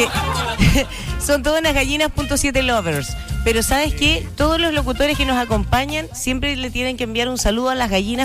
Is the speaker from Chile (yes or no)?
yes; Curacaví, Santiago Metropolitan Region, Chile; born there; ella es de mi pueblo, de Curacaví.